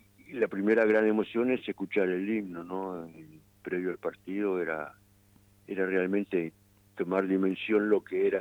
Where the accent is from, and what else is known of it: Artigas, Uruguay; born or raised there